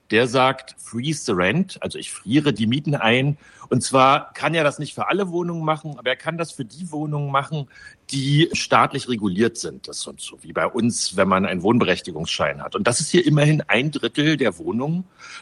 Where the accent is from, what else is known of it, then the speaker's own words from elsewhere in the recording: Berlin, Germany; Ich komme ja selber aus Berlin.